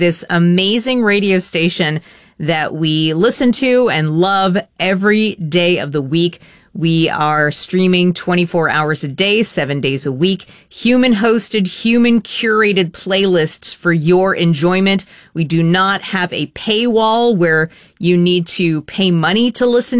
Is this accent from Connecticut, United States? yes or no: no; Boston, Massachusetts, United States; from Boston's own the … my hometown.